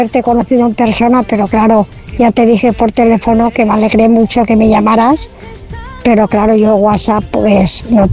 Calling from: Anna, Valencian Community, Spain

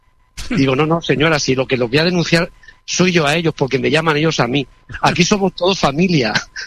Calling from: Cieza, Region of Murcia, Spain; Yo soy de Cieza.

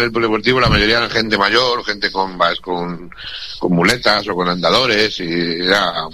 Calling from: Villa del Prado, Community of Madrid, Spain

